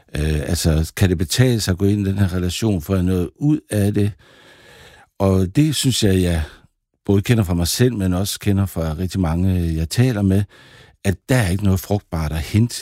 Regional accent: Central Denmark Region, Denmark; Men jeg er 60 år, og jeg er fra Vestjylland, og har levet langt det meste af mit liv i Vestjylland.

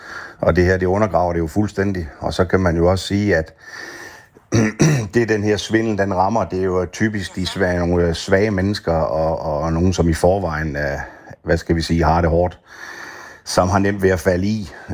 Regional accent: Funen, Region of Southern Denmark, Denmark; nu er jeg jo fynbo.

